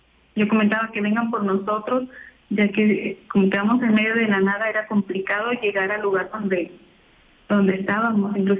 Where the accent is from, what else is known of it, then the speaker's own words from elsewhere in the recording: Ciudad Acuña, Coahuila, Mexico; also born or lived in Monterrey, Nuevo León; yo sí soy originaria de Monterrey, pero yo vivo en Acuña, Coahuila. Toda mi vida he vivido en Acuña, Coahuila, que precisamente venía de Piedra Negra, Coahuila, aquí a Monterrey.